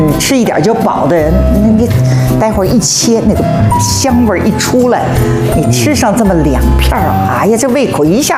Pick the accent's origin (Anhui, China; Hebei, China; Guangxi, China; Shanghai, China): Shanghai, China; 我告诉您呢，我是上海人，俺那上海人不大吃大蒜的一个，